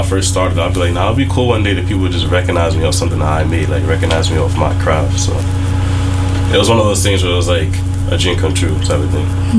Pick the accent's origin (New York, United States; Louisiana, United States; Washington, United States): New York, United States; Kingston; We're from Kingston, New York.